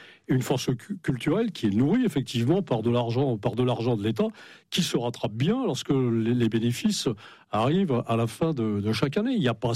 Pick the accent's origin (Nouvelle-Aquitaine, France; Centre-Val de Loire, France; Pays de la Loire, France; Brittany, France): Brittany, France; c'est pas parce que je suis breton que je ne fais pas partie. Nous avons été vassalisés par l'histoire de France, mais breton malgré nous.